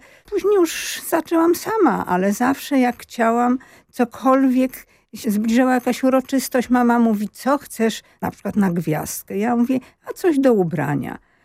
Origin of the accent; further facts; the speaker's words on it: Łódź, Łódź Voivodeship, Poland; U nas w Łodzi.